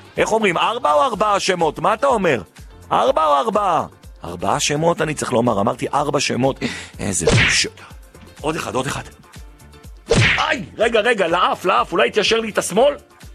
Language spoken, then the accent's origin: Hebrew; Jerusalem, Jerusalem District, Israel; כי אני ירושלמי.